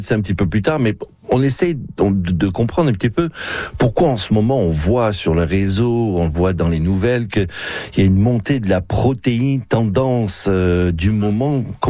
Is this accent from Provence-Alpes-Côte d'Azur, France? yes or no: yes; Provence-Alpes-Côte d'Azur, France; moved away; je viens de la Provence, hein, donc la Méditerranée, je connais